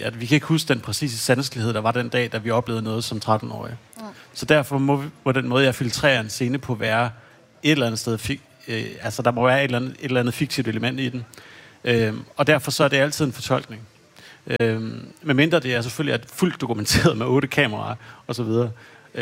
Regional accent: Hanstholm, North Denmark Region, Denmark; Det er en fiktion, altså en roman, som er skrevet over min opvækst i Hanstholm i 90'erne.

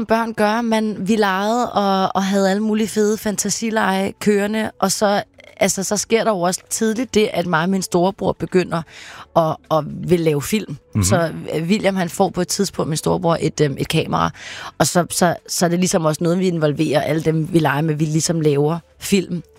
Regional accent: Nærum, Capital Region of Denmark, Denmark; also born or lived in Copenhagen; Vi flyttede lidt til Nordsjælland i det meste af min barndom faktisk, men jeg blev født i København

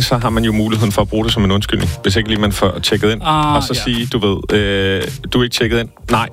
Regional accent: Glumsø, Zealand, Denmark; now in Copenhagen, Denmark; Jeg er jo også fra Sydsjælland, vokset op i en lille bitte by med station, hvor vi heldigvis har et tog, der kører direkte fra Glumsø til København

